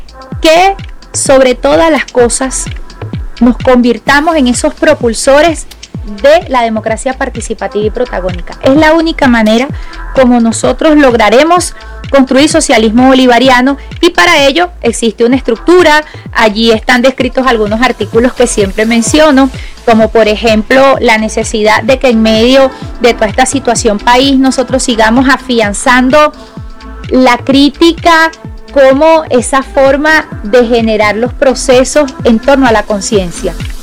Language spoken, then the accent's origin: Spanish; Venezuela; el rol que tenemos hoy como venezolanos y venezolanas